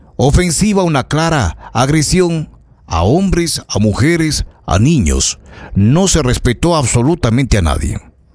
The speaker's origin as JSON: {"language": "Spanish", "country": "Ecuador", "said": "como lo somos los ecuatorianos."}